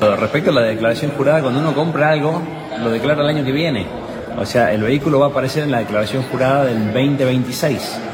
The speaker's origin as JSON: {"language": "Spanish", "region": "Jujuy", "country": "Argentina", "said": "No, yo vivo en Jujuy, soy de Jujuy, y la camioneta la compré para mi uso diario en Jujuy."}